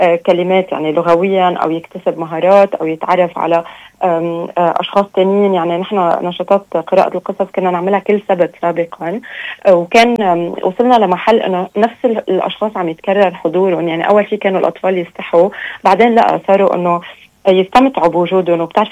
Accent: Aleppo, Aleppo Governorate, Syria; شكرا. أنا حلبي.

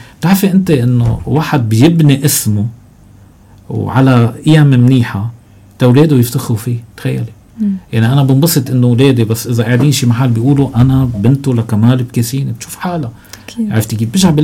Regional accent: Lebanon; امبارح كنت بضيعتي بتنوين

